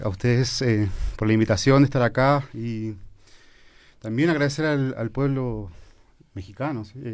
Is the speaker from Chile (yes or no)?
yes; El Monte, Santiago Metropolitan Region, Chile; yo vengo de Chile, claramente de la comuna del Monte, de un pueblo pequeño ahí en Chile.